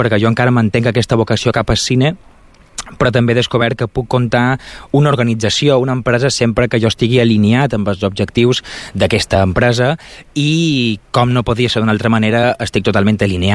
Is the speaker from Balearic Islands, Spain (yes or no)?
yes; Palma, Balearic Islands, Spain; jo som de Palma de Mallorca i sempre he tingut aquesta vocació cap a cinema, no?